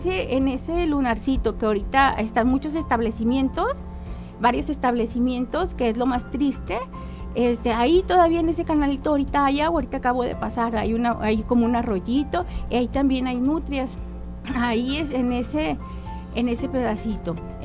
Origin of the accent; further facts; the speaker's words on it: Tepic, Nayarit, Mexico; Yo pues aquí crecí en Tepic, aquí estuve aquí en la primaria, y vivo cerquitas de un punto donde crecen juncos.